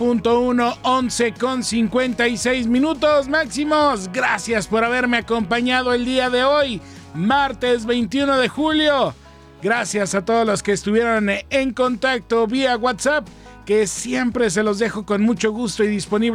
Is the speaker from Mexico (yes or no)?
yes; Mexico; Como mexicanos, todo siempre al último.